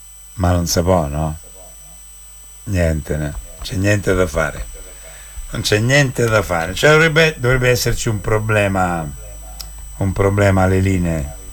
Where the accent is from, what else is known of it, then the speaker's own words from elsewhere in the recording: Monteleone di Spoleto, Umbria, Italy; un saluto al mio paese